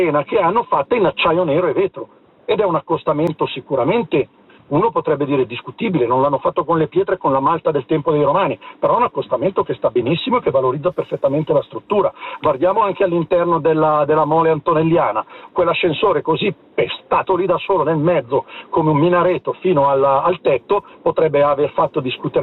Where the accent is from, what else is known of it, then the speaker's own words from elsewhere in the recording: Ticino, Switzerland; io, che vengo dal Mendrisiotto, da dove vengono le famose foto delle famose ville del signor Botta